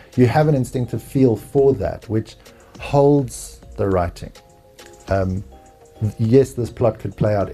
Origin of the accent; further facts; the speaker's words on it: South Africa; So I had to set it in South Africa because as a South African, you have a feel for how South Africans speak